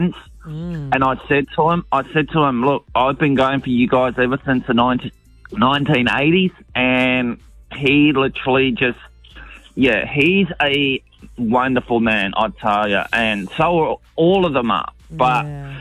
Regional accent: Melbourne, Victoria, Australia; born there; also born or lived in Brisbane; I'm a Melbourne boy, but I was born in Brisbane.

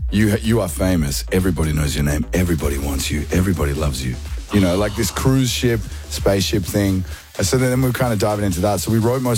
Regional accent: Canberra, Australian Capital Territory, Australia; growing up in Canberra and, you know, growing up in Australia, paradise... It sure ain't.

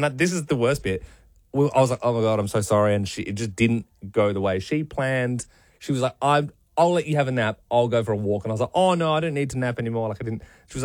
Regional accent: Adelaide, South Australia, Australia; moved away; also born or lived in Sydney; And we're both from Adelaide originally

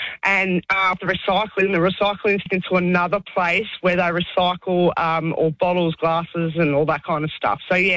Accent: Werribee, Victoria, Australia; So I'm from a Wyndham, I'm from Werribee, and we've got three bins.

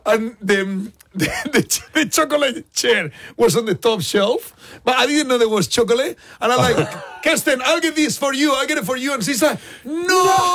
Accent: Australia; now in Japan; Forget about sushi. We are Australians, okay?

